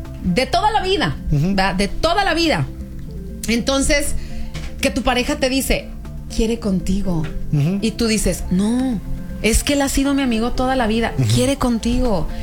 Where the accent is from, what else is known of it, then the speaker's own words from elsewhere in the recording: Chapala, Jalisco, Mexico; Me estoy acordando que soy de Chapala.